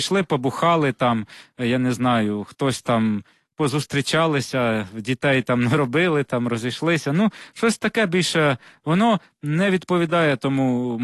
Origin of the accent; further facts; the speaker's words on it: Yuzhne, Odesa Oblast, Ukraine; центр лежав неподалік від мосту сучасного міста, звідки я родом, Южна, а тепер уже Південна Українська.